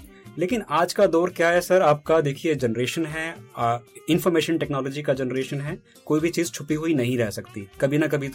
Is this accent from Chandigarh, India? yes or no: yes; Chandigarh, India; born there; also born or lived in Barara; sir मेरा जन्म जो है वो चंडीगढ़ में हुआ और उसके बाद मेरी जो प्राथमिक शिक्षा है वो अलग अलग जगह पर रही